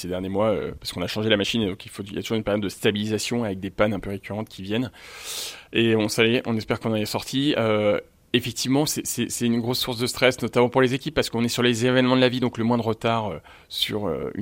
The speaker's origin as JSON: {"language": "French", "country": "France", "said": "On est sur une PME, ça veut dire qu'effectivement, on est français."}